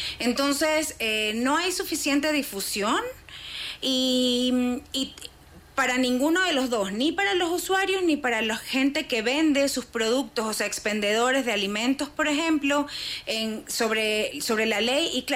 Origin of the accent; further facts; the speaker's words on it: Guayaquil, Guayas, Ecuador; yo soy de Guayaquil, una ciudad donde no puedes tomar el agua de la llave.